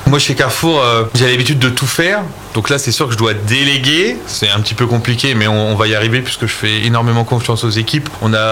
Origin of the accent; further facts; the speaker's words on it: Reims, Grand Est, France; Je suis natif de Reims.